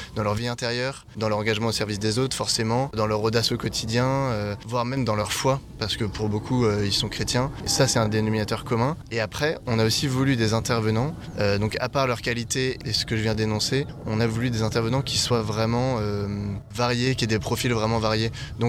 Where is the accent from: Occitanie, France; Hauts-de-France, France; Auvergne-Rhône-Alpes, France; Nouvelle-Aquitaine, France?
Hauts-de-France, France; Oui, moi je suis de l'Oise en effet.